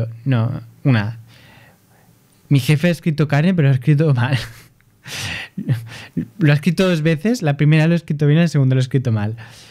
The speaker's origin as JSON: {"language": "Spanish", "country": "Brazil", "second_language": "Spanish", "said": "Yo es que vengo de Brasil y en Brasil carne es lo que llamamos a la carne de vaca, la ternera."}